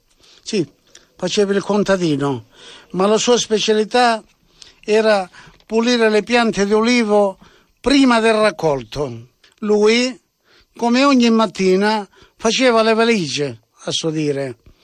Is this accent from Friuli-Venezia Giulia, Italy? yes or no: no; Soverato, Calabria, Italy; born or raised there